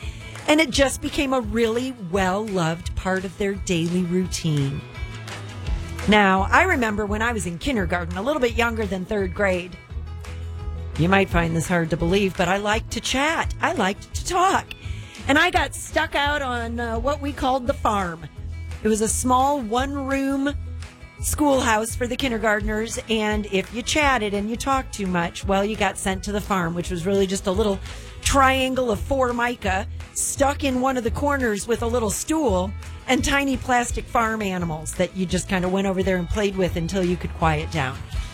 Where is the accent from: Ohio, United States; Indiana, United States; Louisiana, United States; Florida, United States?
Indiana, United States; born there; moved away; back in Indiana, that's my home state